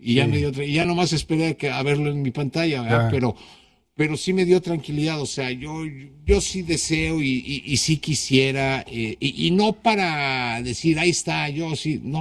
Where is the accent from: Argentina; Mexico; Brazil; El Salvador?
Mexico; como mexicanos debemos de entender